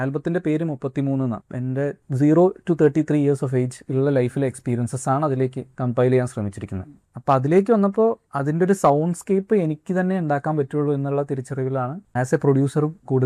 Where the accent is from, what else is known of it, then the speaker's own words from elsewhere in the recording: Malappuram, Kerala, India; also born or lived in Wayanad; ഞാൻ മലപ്പുറംകാരനാണ്, പിന്നെ വയനാട്ടിൽ 5 വർഷം ജീവിച്ചിട്ടുണ്ട്.